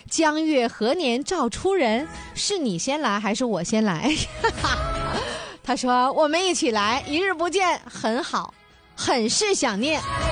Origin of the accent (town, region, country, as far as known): Northeast China, China; born or raised there; moved away